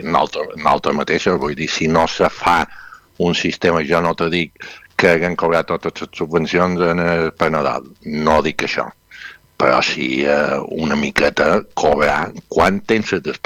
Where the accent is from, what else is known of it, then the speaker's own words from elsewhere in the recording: Balearic Islands, Spain; Jo som mallorquí, el meu sponsor és mallorquí